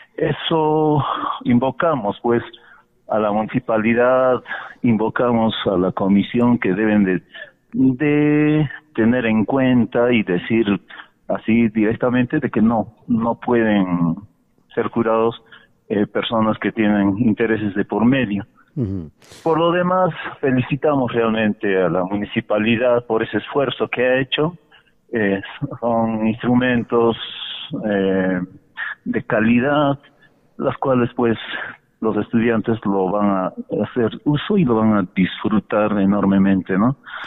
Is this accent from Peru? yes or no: yes; Apurímac, Peru; first language Quechua; Spanish is a second language; nuestra lengua materna, que es el quechua. Entonces, quedan invitados todas las instituciones educativas de aquí, de la localidad de Tambobamba